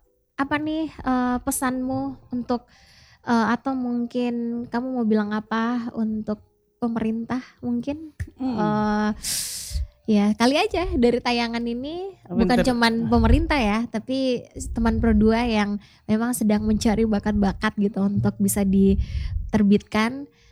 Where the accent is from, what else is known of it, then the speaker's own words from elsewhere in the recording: Palu, Central Sulawesi, Indonesia; kita sebagai warga Kota Palu juga bangga dong.